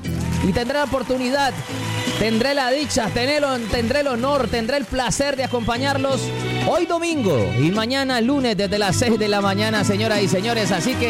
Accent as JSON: {"language": "Spanish", "country": "Colombia", "said": "uno como colombiano"}